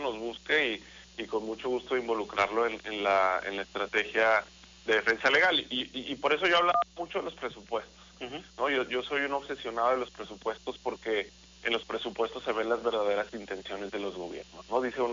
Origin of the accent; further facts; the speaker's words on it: León, Guanajuato, Mexico; yo soy leonés, soy guanajuatense, he sido un par de veces candidato a la presidencia municipal de León